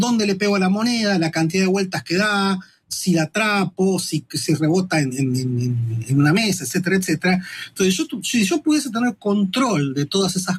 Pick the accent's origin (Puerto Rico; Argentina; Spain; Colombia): Argentina